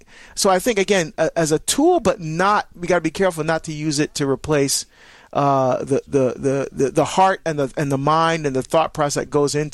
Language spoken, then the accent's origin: English; New Jersey, United States; Well, I'll tell you, my home state of New Jersey is running the table today on the calls.